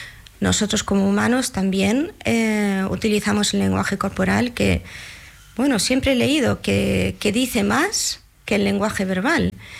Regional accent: Spain; now in Germany; ya que somos españoles o de influencia latinoamericana y vivimos en Alemania

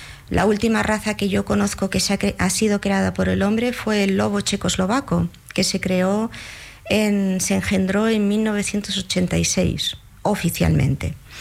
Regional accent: Spain; now in Germany; ya que somos españoles o de influencia latinoamericana y vivimos en Alemania

